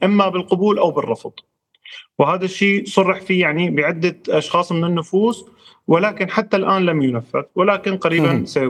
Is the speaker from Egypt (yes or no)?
no; Syria; now in Turkey; نحن كسوريين